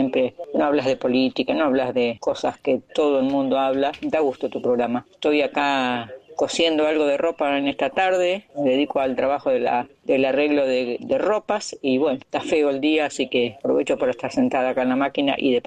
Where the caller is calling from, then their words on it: Paraguay; de Paraguay, tu Zaingo.